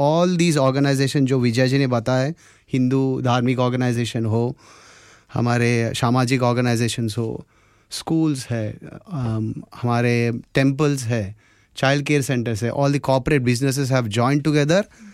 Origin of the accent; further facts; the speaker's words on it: South India, India; Hindi is a second language; Obviously apologies for my Hindi as well, क्योंकि आपको सबको पता है कि मैं साउथ से बिलोंग करता हूँ।